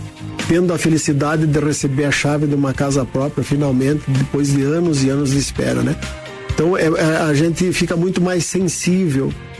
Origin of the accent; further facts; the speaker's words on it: Rio Grande do Sul, Brazil; born there; also born or lived in Paraná / Curitiba; Eu nasci no Rio Grande do Sul, morei no sudoeste do Paraná, morei em Curitiba, depois voltamos para o interior.